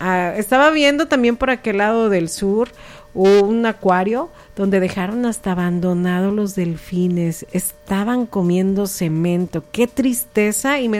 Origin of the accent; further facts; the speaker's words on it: Nayarit, Mexico; Así somos los nayaritas.